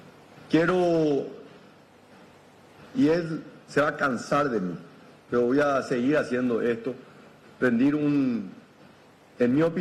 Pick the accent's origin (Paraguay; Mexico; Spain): Paraguay; born there